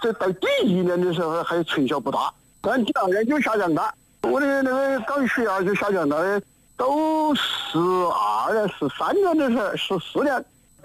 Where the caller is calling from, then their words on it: Yichang, Hubei, China; 我是宜昌的。